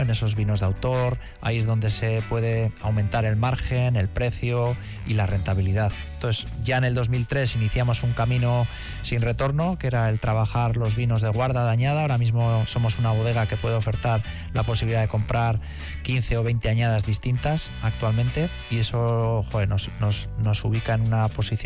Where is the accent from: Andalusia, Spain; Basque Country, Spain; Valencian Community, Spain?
Basque Country, Spain; Biscay; porque soy de Vizcaya